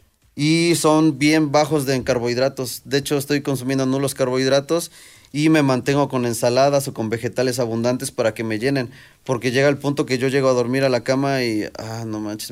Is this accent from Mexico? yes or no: yes; Chietla, Puebla, Mexico; yo soy de Chietla, pues me queda cerca a Huehuetzingo